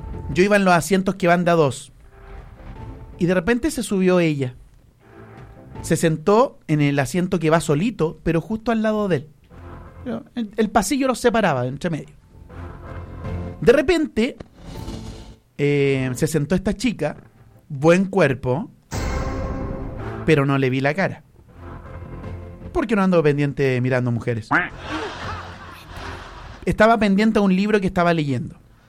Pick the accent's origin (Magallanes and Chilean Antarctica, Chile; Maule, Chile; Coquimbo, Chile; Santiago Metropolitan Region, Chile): Maule, Chile; Curicó; Yo le digo, ¿de Curicó? ¿Y tú?